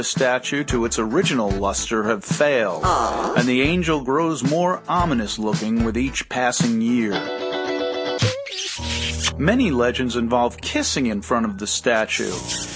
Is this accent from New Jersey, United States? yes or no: yes; New Jersey, United States; our beloved Garden State